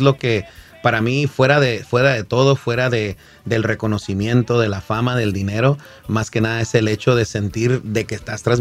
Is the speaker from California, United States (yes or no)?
yes; Compton, California, United States; nosotros somos de aquí, de Los Ángeles, porque cuando uno va para México no es de allá y ni de aquí es de aquí.